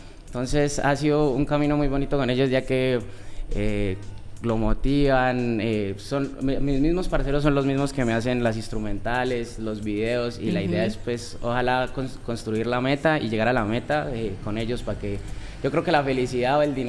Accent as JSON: {"language": "Spanish", "town": "Popayán", "region": "Cauca", "country": "Colombia", "tie": "born or raised there", "also_born_or_lived": "El Bordo, Cauca", "said": "nacido acá en el departamento del Cauca. Nací en el Bordo Cauca, pero toda mi vida he vivido acá en Popayán."}